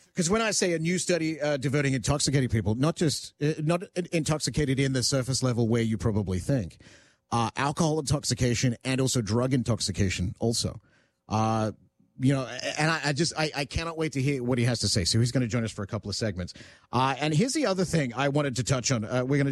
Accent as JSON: {"language": "English", "country": "Australia", "said": "Everyone likes to, because they hear my accent, they're like, oh, you're from Australia?"}